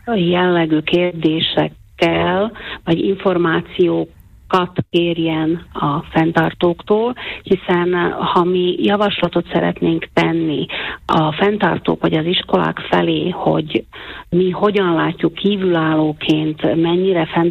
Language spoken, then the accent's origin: Hungarian; Košice Region, Slovakia; én Bodrogközből származom